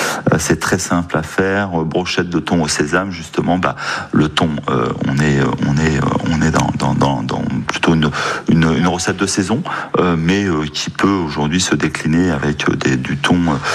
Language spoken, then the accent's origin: French; Tours, Centre-Val de Loire, France; now in Marseille, France; Tout à fait, je suis tourangeau, plus que de cœur, de racine.